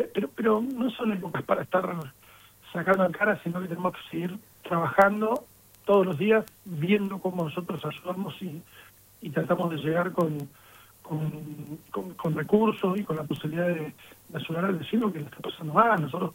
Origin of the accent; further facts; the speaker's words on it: Pico Truncado, Santa Cruz, Argentina; yo soy de Pico Truncado, yo estuve en la escuela 85